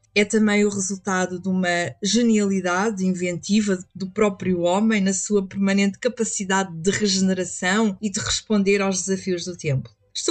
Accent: Portugal; nós portugueses

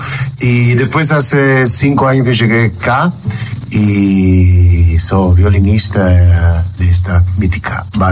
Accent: Italy; also born or lived in Spain; soy italiano y morei muito tempo na Espanha

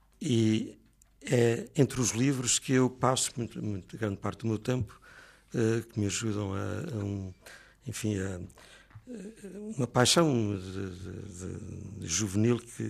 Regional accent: Souto da Casa, Castelo Branco, Portugal; Mas o meu tempo é essencialmente passado na minha aldeia, no Souto da Casa, uma terra bonita, porque tem umas vistas magníficas

